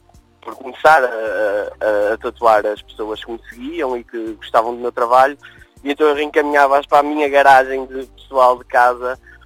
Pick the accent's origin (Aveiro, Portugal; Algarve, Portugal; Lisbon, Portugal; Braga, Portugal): Aveiro, Portugal; Esmoriz; moved away as an adult; Eu sou oriundo de Ismuriz.